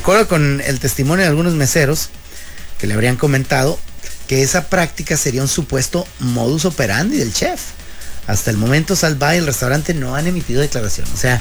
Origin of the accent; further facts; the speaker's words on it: Mexicali, Baja California, Mexico; born there; yo nací en Mexicali